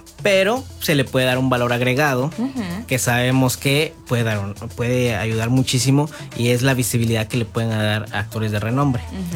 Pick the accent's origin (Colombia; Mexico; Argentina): Mexico; nuestra cultura como mexicanos, Día de Muertos, es pues una de las tradiciones más importantes de México